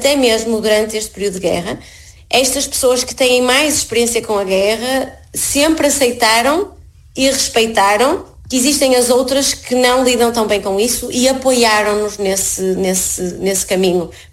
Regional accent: Portugal; moved away as an adult; now in Abu Dhabi, United Arab Emirates; eu enquanto portuguesa, pensei e achei, e assim fui criada

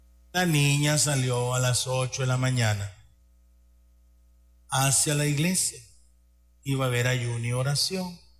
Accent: El Salvador; nosotros como El Salvador

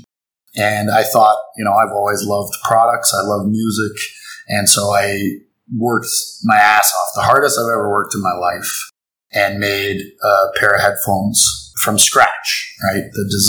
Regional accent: Toronto, Ontario, Canada; moved away as an adult; now in Guangzhou, China; So I'm from Toronto, from Canada. I went to university down in the States

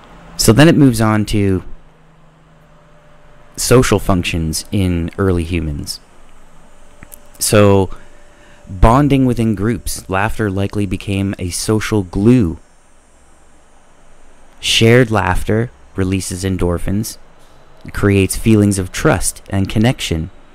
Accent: Canada; I'm Canadian, eh?

